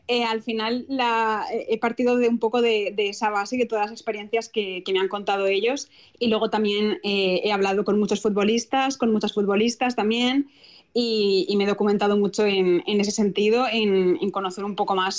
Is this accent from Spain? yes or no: yes; Valencian Community, Spain; está ubicado en la Comunidad Valenciana, que es de donde soy yo.